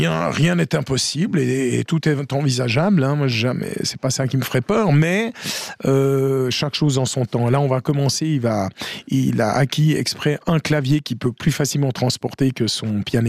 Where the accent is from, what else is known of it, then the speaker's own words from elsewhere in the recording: Geneva, Switzerland; born there; ce qui n'est pas mon cas, même si je suis né aux Rangettes.